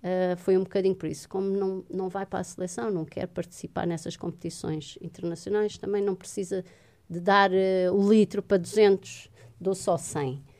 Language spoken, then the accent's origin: Portuguese; Funchal, Madeira, Portugal; Nasci mesmo no Funchal, numa clínica mesmo no Funchal. Em 1978.